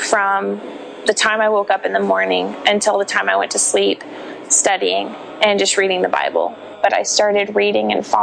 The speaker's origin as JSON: {"language": "English", "town": "Kansas City", "region": "Missouri", "country": "United States", "tie": "born or raised there", "also_born_or_lived": "Iowa", "said": "So I was born in Iowa and then grew up more in Kansas City."}